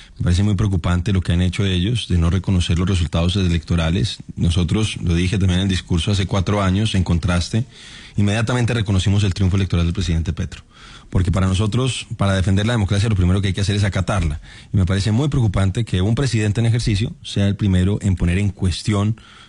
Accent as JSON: {"language": "Spanish", "region": "Bogotá", "country": "Colombia", "said": "Bogotano."}